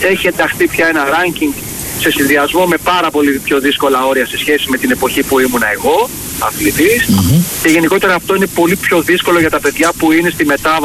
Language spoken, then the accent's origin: Greek; Lechaina, Western Greece, Greece; Διότι μεγάλωσα στα Λεχενά, ήταν ο πατέρας μου τότε στην πολεμική αεροπορία στην Αντραβίδα, συμβάζει στην Αντραβίδα, μεγάλωσα στα Λεχενά, από όπου κατάγεται και ο ίδιος.